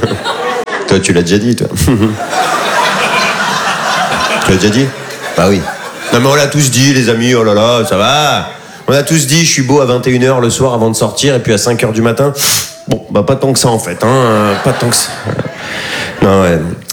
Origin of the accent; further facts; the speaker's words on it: Bondy, Île-de-France, France; also born or lived in Paris; Je suis né à Paris, moi, j'ai grandi à Bondy, dans le 9-3.